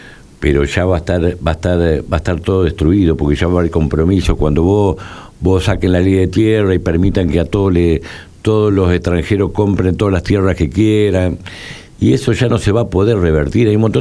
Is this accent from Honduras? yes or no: no; Argentina